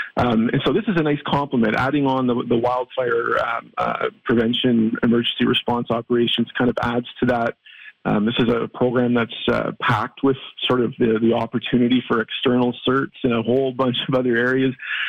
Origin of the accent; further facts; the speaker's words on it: Sault Ste. Marie, Ontario, Canada; So I grew up in Sault Ste. Marie, and my father was involved in the aviation forest fire management branch for the government, and so it was always part of our growing up.